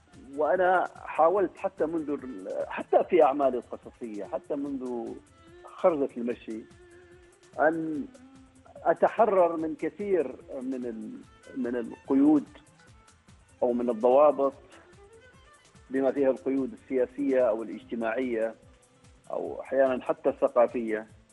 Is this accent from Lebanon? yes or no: no; Oman; ولست كاتبا من أمريكا اللاتينية ولا من أوروبا، أنا كاتب من عمان، أنتمي إلى ثقافة معينة، أنتمي إلى لغة أيضا لديها محمولاتها